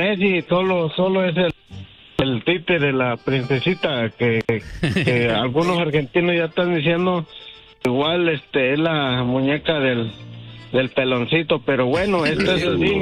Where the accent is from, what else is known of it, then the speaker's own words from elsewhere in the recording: El Salvador; now in United States; Y mira, loco, yo soy salvadoreño, pero ya con 20 años aquí en los Estados Unidos, loco.